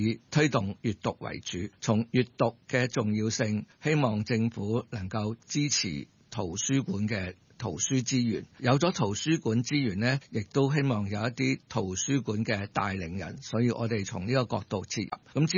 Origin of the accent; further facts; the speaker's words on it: Hong Kong; now in Macau; 我系响香港长大嘅，